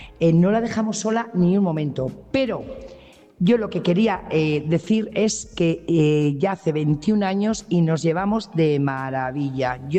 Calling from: Burgos, Castile and León, Spain; corresponsal de Burgos.

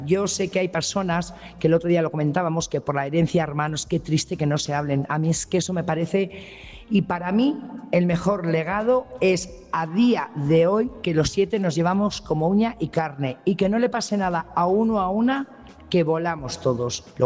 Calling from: Burgos, Castile and León, Spain; corresponsal de Burgos.

